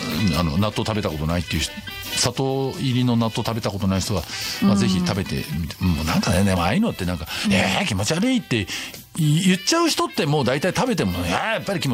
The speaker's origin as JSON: {"language": "Japanese", "town": "Ebetsu", "region": "Hokkaido", "country": "Japan", "said": "札幌っていうか、まあ2人とも江別だからね。"}